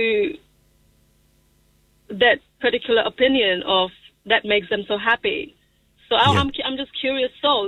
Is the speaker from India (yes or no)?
yes; India; I mean, to be honest, I'm Indian and I don't see the point.